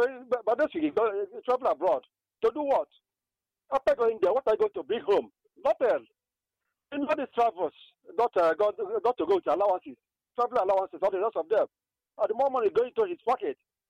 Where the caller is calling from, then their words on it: Anambra, Nigeria; I'm across for Boka in Anambra State.